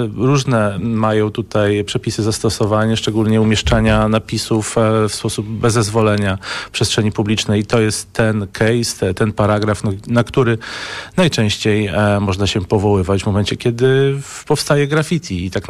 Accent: Lublin, Lublin Voivodeship, Poland; Pochodzę z Lublina.

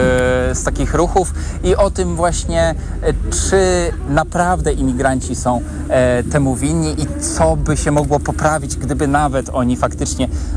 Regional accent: Wrocław, Lower Silesian Voivodeship, Poland; Ja pochodzę z Wrocławia

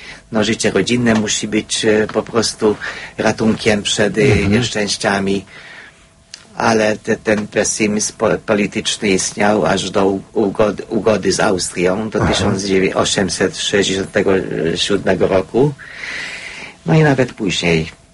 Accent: Hungary; Polish is a second language; moved away; pochodzę z Węgier.

